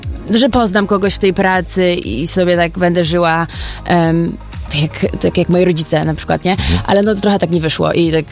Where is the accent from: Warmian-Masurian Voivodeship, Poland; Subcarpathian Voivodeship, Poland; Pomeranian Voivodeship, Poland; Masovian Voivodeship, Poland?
Masovian Voivodeship, Poland; Warsaw; moved away as an adult; now in London, United Kingdom; jestem dziewczyną z Warszawy, mam 26 lat, od 8 lat mieszkam w Londynie